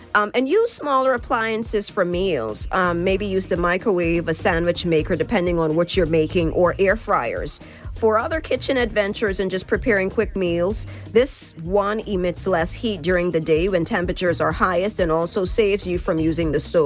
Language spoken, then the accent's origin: English; Turks & Caicos Islands; I grew up in South Caicos playing outside on this under Miss Hattie's tamarind tree.